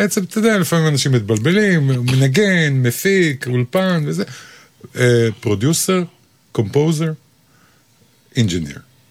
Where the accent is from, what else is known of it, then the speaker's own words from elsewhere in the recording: Jerusalem, Jerusalem District, Israel; moved away; בתור ירושלמי